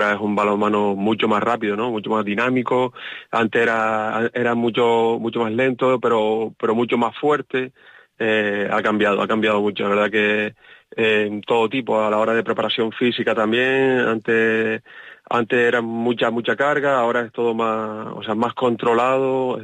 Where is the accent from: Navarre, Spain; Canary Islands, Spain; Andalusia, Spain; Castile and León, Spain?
Canary Islands, Spain; moved away; also born or lived in Pontevedra; soy canario y canarión